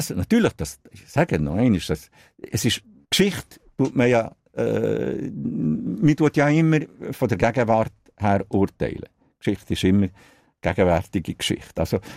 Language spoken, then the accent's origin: German; Bern, Switzerland; Genau, ich bin ja in Bern aufgewachsen, habe meine Schule in Bern gemacht.